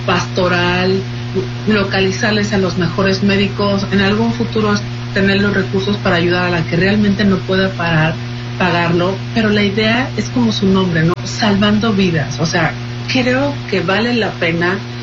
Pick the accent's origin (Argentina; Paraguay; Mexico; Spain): Mexico; decidí venirla a presentar a México, pues porque soy mexicana